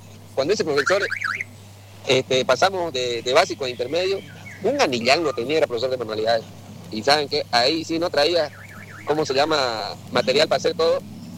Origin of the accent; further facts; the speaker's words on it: Yacuiba, Tarija, Bolivia; moved away; como yo soy de Yacuiba